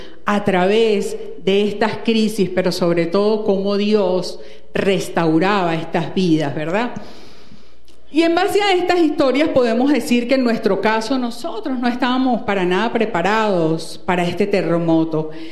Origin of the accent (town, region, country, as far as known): Venezuela